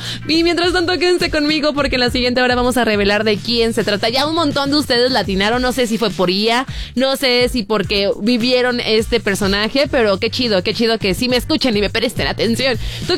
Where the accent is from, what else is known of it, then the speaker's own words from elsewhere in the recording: Mexico; como buen mexicano que se respeta